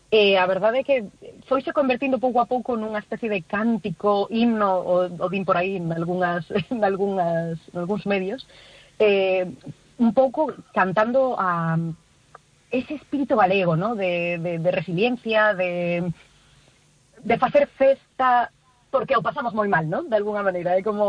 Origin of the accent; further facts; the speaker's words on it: Galicia, Spain; A xente que somos daqui de Galicia sabemos que esos son para ser galegos, o sea, lo sabemos de sobra.